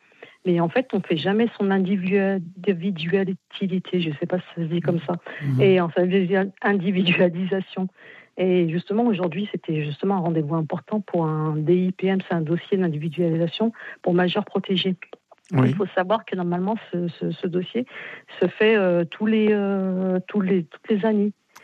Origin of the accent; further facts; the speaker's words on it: France; born there; Moi, je suis née en France.